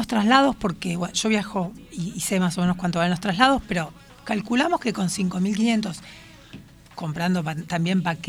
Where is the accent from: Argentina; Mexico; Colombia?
Argentina